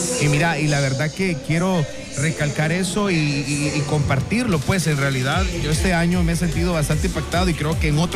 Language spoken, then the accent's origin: Spanish; El Salvador; nosotros como salvadoreños